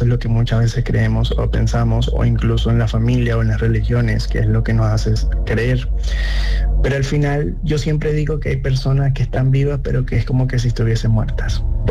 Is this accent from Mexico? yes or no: no; Venezuela; also born or lived in Argentina; now in Spain; soy venezolano, me fui a Argentina, estando en Argentina me fui a España, bien, junto con mi familia.